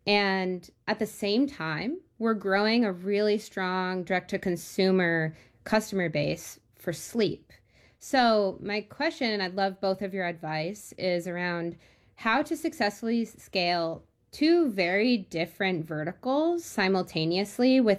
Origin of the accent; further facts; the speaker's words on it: Beekmantown, New York, United States; now in San Francisco, United States; I'm usually based in San Francisco, actually, but I'm in my hometown in Beekmantown, New York right now.